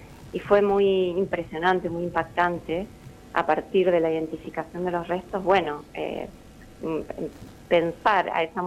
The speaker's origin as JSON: {"language": "Spanish", "region": "Córdoba", "country": "Argentina", "tie": "born there", "said": "Luego de ese periodo pequeño que estuve en Concordia, mi papá con mi mamá y mi hermano, que tenía un año de vida, se fueron a vivir a Córdoba, ahí nací yo, por eso yo soy cordobesa de nacimiento"}